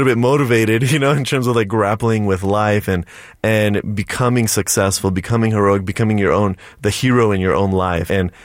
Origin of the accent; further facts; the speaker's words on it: Fort Lauderdale, Florida, United States; I'm from Fort Lauderdale, Florida